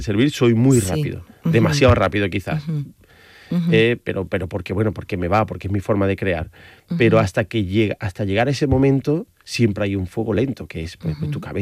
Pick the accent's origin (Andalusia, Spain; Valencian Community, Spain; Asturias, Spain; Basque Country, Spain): Andalusia, Spain; Seville; also born or lived in Madrid; Yo, sí, nací en Madrid, pero bueno, lo utilizo cuando interesa. Me interesa. Vale. Pero el acento me delata, en fin, donde sí, vivo, bueno, soy sevillano.